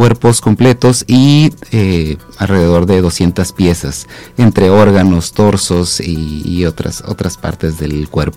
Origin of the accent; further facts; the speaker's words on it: Ensenada, Baja California, Mexico; nosotros aquí los ensenadenses tenemos el Museo del Caracol